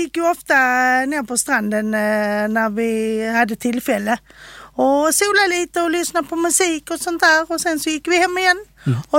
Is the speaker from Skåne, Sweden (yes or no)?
yes; Malmö, Skåne, Sweden; Jag föddes i Malmö och bodde på Limhamnsvägen ända fram till jag flyttade hemifrån. Och det var en väldigt bra uppväxt faktiskt.